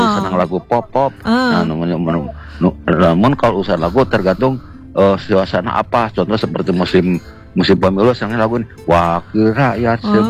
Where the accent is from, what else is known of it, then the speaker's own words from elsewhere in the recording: West Java, Indonesia; saya orang Sunda